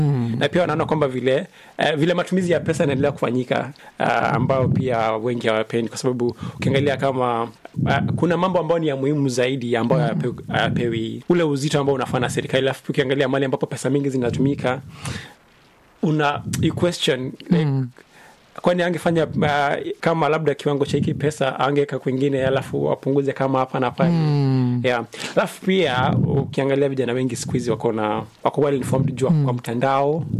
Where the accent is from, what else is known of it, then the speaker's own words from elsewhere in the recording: Kenya; Najua pia nimetoka Kenya na pia nimesomea Mombasa, so joto haikunishtua sana.